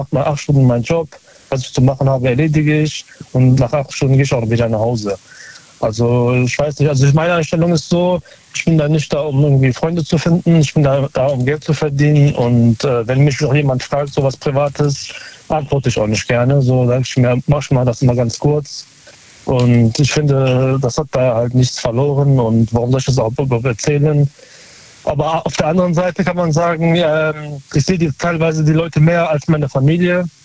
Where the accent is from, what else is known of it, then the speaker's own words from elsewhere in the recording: North Rhine-Westphalia, Germany; Aus Nähe Köln.